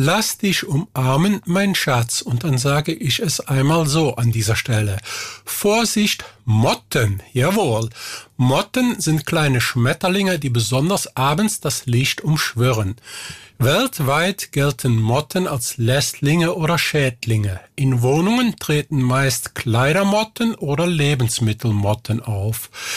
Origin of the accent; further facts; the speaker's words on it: Eupen, Wallonia, Belgium; als Musikdarbietende aus dem Eupener Land, meine Heimat